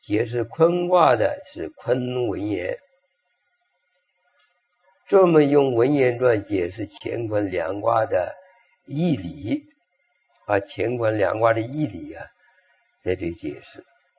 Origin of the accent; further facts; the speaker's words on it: Taiwan; 我们台湾人在这个当教授的一个张令征啊